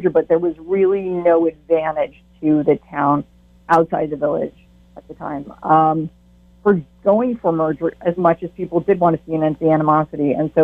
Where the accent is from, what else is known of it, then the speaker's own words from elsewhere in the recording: Essex, Vermont, United States; my hometown of Essex